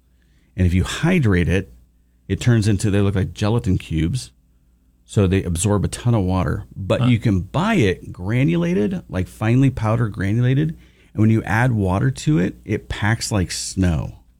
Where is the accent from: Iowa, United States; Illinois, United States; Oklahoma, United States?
Iowa, United States; Audubon; moved away as an adult; also born or lived in Ankeny, Iowa / Des Moines, Iowa / Michigan / Texas; I grew up in western Iowa in the middle of nowhere, a little town called Audubon.